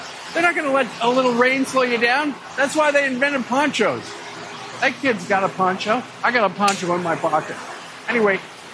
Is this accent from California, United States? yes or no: no; Iowa, United States; born there; moved away; as I was born in Iowa, so I grew up coming here.